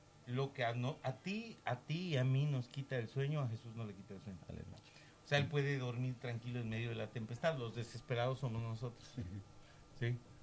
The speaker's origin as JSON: {"language": "Spanish", "region": "Quintana Roo", "country": "Mexico", "said": "Pasé Wilma en Cancún, porque soy de Quintana Roo"}